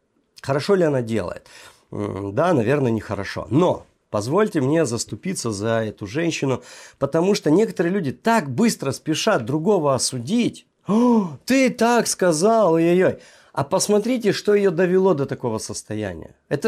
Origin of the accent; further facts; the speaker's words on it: Caucasus, Russia; Я вырос на Кавказе, многонациональном Кавказе, где у нас все рядом жили, там, да, и дагестанцы, и все.